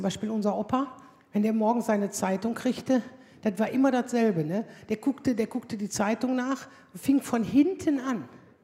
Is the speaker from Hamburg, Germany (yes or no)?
no; Aldekerk, North Rhine-Westphalia, Germany; ich komme aus Aldekerk.